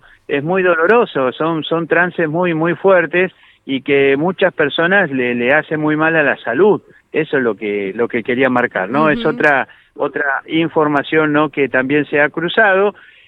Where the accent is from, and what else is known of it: Argentina